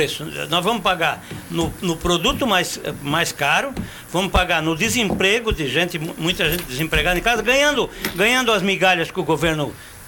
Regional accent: Brazil; nós não somos Suíça, nós não somos Espanha, nós não somos Inglaterra, nós somos Brasil

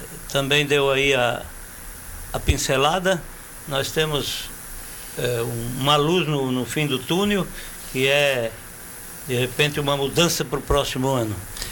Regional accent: Brazil; nós não somos Suíça, nós não somos Espanha, nós não somos Inglaterra, nós somos Brasil

